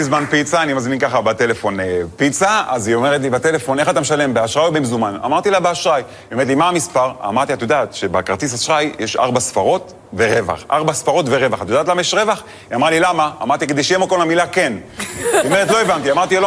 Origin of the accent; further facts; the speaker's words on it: Netanya, Central District, Israel; האמת, אני גדלתי בנתניה, לא יצא לי, בחיים לא היה לי שליח בבית, כי אמא טריפוליטאית